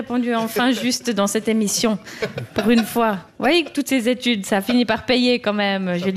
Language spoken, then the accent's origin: French; Switzerland; Est-ce qu'on connaît suffisamment notre histoire en tant que Suisse, Suissesse ?